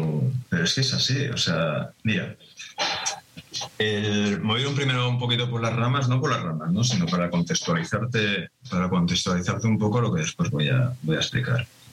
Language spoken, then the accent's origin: Spanish; Madrid, Community of Madrid, Spain; born there; moved away; Yo recuerdo cuando empecé en Madrid. O yo nací en Madrid, no tengo acento cordobés, lógicamente, como podéis observar. Yo empecé trabajando en Madrid, pues eso, en los años 90, un poquito antes.